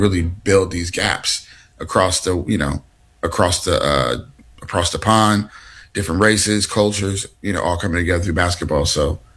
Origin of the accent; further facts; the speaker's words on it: Oakland, California, United States; So I'm from Oakland, California.